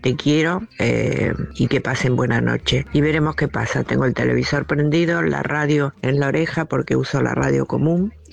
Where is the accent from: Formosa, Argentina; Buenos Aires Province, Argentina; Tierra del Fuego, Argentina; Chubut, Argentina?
Buenos Aires Province, Argentina; Ituzaingó; soy de Ituzaingó. Te escucho siempre, pero es la primera vez que llamo.